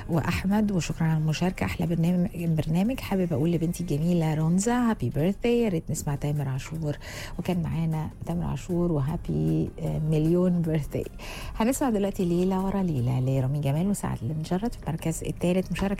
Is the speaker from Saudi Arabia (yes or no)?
no; Egypt; مهما حصل احنا فخورين بمصر ومنتخب مصر وفخورين بالرزق الكبير ده اللي هو ان احنا مصريين